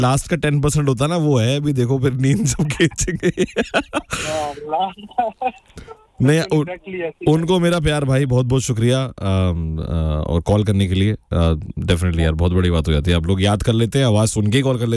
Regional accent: Delhi, India; भाई दिल्ली से।

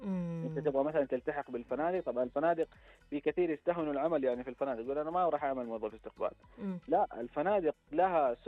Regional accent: Mecca, Makkah Province, Saudi Arabia; عندنا في مكة

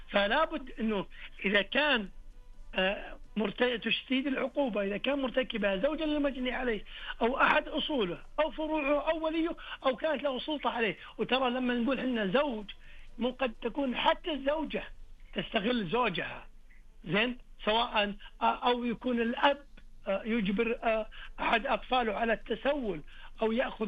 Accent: Saudi Arabia; عندنا في المملكة العربية السعودية

